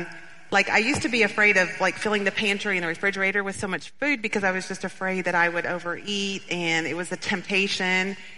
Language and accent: English; Bentonville, Arkansas, United States; Well, I grew up in Bentonville, Arkansas.